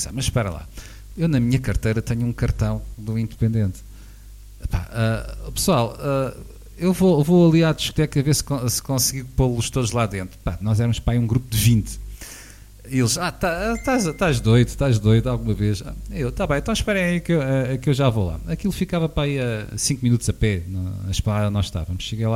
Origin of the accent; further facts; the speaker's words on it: Portugal; Olha, somos aqui um grupo e não sei o quê, que viemos de Portugal.